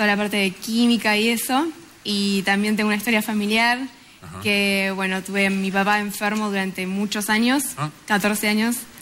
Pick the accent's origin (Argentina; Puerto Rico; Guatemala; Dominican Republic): Argentina; also born or lived in Coronel Pringles, Buenos Aires Province; Ya tiene base argentina, estamos establecidos en Argentina